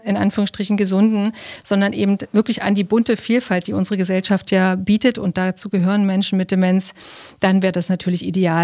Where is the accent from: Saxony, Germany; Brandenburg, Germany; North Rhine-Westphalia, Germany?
Saxony, Germany; Leipzig; ich als Leipzigerin eben zum Beispiel hier im Leipziger Raum.